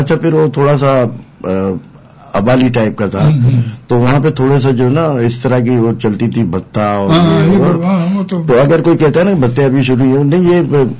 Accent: Karachi, Sindh, Pakistan; born there; تو پھر وہاں پہ جو ہے نا ہمارا ایک محلہ ہے, رنچو لائن نام سنا ہوگا, مارواڑی لائن نا, تو وہیں میری پیدائش ہے.

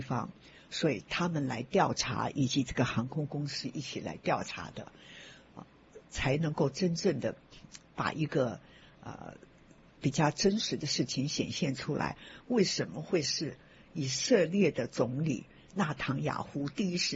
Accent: China; 这好像是我觉得我们中国人讲的天时地利人和

